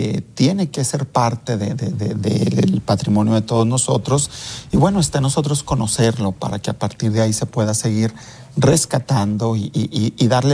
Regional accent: Aguascalientes, Mexico; Si nosotros que somos de Aguascalientes

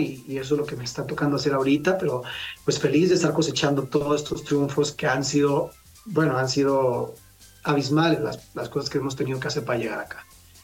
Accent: Costa Rica; now in Mexico; soy de Costa Rica.

